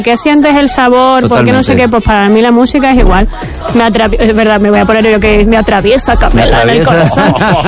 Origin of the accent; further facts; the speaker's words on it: Cabra, Andalusia, Spain; Creo que fue como un concierto que hacían en mi pueblo, que es un pueblo del interior de Córdoba, en el que toda actividad